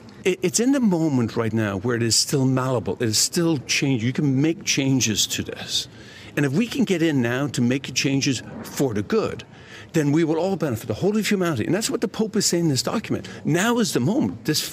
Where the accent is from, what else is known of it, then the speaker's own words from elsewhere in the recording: Ireland; moved away; I came from Ireland.